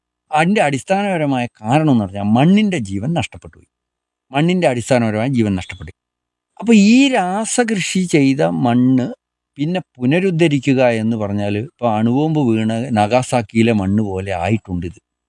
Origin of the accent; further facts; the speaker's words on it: Wayanad, Kerala, India; moved away; 30 വർഷം ഞാൻ വയനാട്ടിൽ നിന്നാണ് ഇങ്ങോട്ട് വരുന്നത്. വയനാട്ടിൽ ഞങ്ങൾ വലിയൊരു ഫാമിലി ആയിരുന്നു.